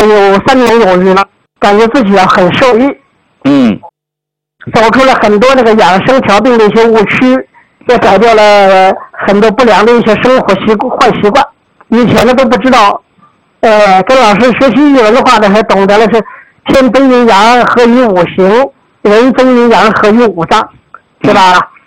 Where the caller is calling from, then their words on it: Xuancheng, Anhui, China; 我是来自安徽宣城的一个听众。